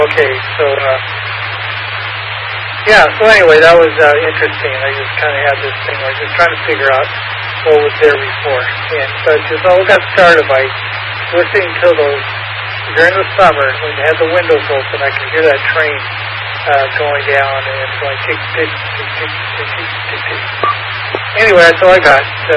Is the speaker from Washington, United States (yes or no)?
yes; Renton, Washington, United States; now in Union City, United States; when I was growing up in Renton, we lived way out on the edges of Renton in this woods.